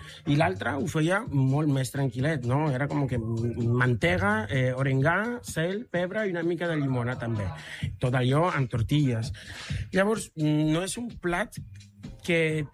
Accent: Sinaloa, Mexico; Catalan is a second language; moved away as an adult; now in Catalonia, Spain; és molt del meu poble, d'aquesta regió de Mèxic, que és el nord-oest de Mèxic.

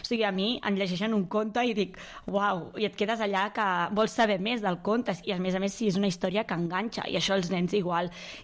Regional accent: Caldes, Catalonia, Spain; Jo soc d'aquí Caldes

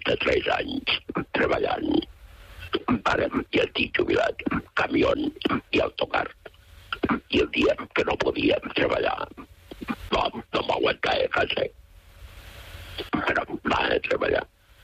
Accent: Claravalls, Catalonia, Spain; Bueno, sí, som de Claravalls.

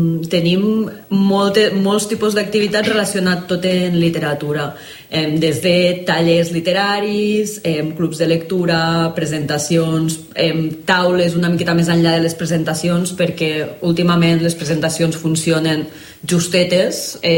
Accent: Amposta, Catalonia, Spain; now in Tarragona, Spain; I jo soc d'Amposta.

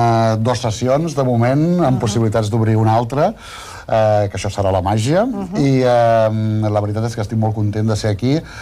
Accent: Bràfim, Catalonia, Spain; Sí, jo soc de Bràfim, és un poblet de 700 habitants

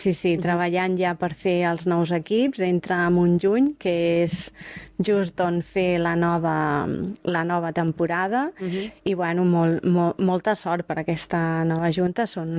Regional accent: Cardona, Catalonia, Spain

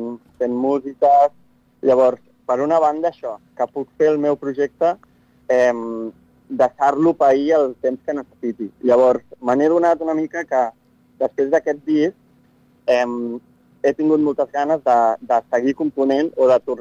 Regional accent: La Guàrdia Pilosa, Catalonia, Spain; aquest poble és el meu poble

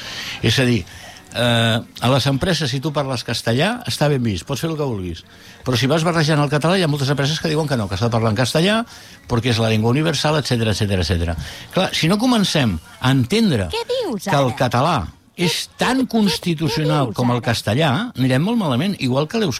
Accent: Catalonia, Spain; Catalan is a second language; jo sóc català, els meus pares eren catalans, però els meus avis són de fora, com molta gent

